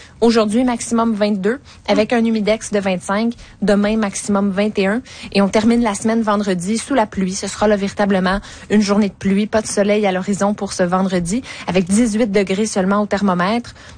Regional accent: Bourgogne-Franche-Comté, France; moved away; Moi, je suis de la Bourgogne. C'est dans le centre-est de la France

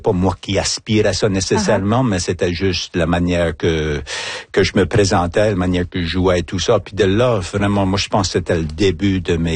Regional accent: West Pubnico, Nova Scotia, Canada; first language French; moi, j'ai grandi à Pomnico West, le bas, un petit village, Pomnico, plusieurs différentes Pomnico, mais c'était Pomnico West, le bas, de deux parents acadiens. Donc, on parlait toujours le français à la maison, ben acadien, français. Très peu d'anglais

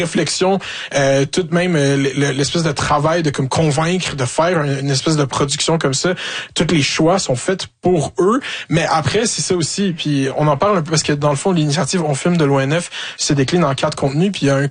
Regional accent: Quebec, Canada; parce que forcément on est Québécois. On fait des affaires pour les Québécois.

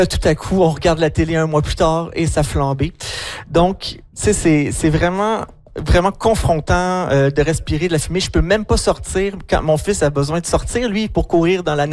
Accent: Montreal, Quebec, Canada; moved away as an adult; also born or lived in Northwest Territories; now in Edmonton, Canada; Moi, je viens de Montréal. Ça fait une dizaine d'années que j'habite ici, ben, que j'habite à l'extérieur du Québec, donc dans les territoires du Nord-Ouest, puis par la suite à Edmonton.

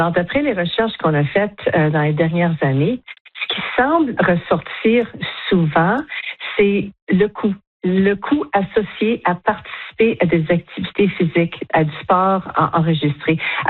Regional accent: Canada; en tant que Canadienne

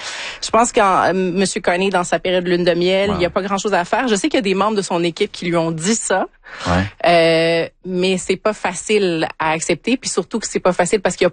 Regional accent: Quebec, Canada; moi, je viens du Québec

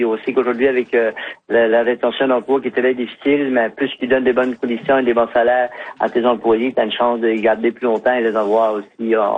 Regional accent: Îles de la Madeleine, Quebec, Canada; nous autres, on sait qu'on est de la Madeleine, on est insulaire, ça fait que ça coûte le coût de la vie coûte un peu plus cher.

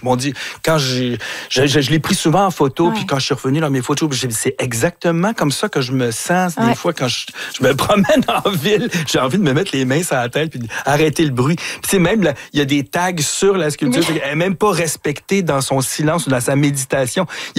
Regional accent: Montreal, Quebec, Canada; Je suis un vrai Montréalais né ici. J'ai jamais traversé les ponts, mais je suis presque. Tu sais, je suis toujours sur l'île.

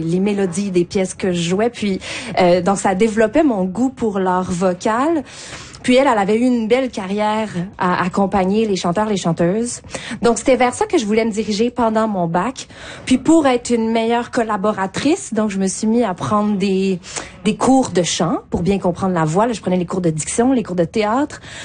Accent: Saint-Bruno-de-Montarville, Quebec, Canada; J'ai grandi à Saint-Bruno, là, en banlieue de Montréal.

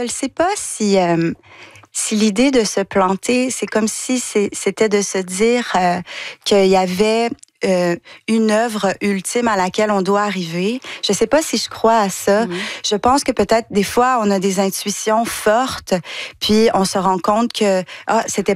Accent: Danville, Quebec, Canada; À Danville, puis c'est très beau parce que dans les premières scènes où on a tourné à Danville

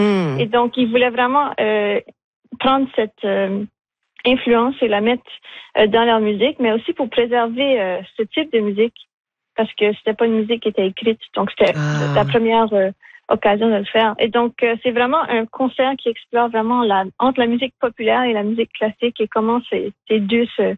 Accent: Edmundston, New Brunswick, Canada; born there; moi je suis née à Edmundston, mais j'ai pas toujours été là, j'ai déménagé et donc je suis toujours ancrée ici.

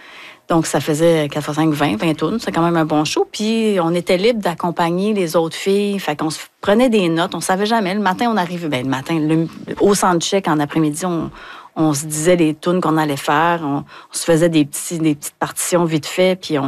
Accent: Hauterive, Quebec, Canada; Je suis de Haute-Rive, moi!

